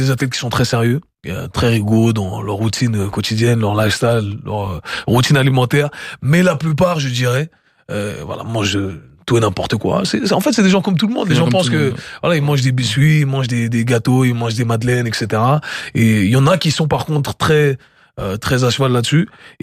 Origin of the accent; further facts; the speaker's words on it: Switzerland; en plus moi je suis suisse